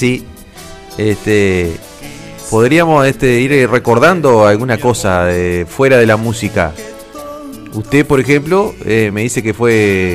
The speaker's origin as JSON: {"language": "Spanish", "town": "Aiguá", "region": "Maldonado", "country": "Uruguay", "tie": "born or raised there", "said": "Yo soy nativo de Aiguá."}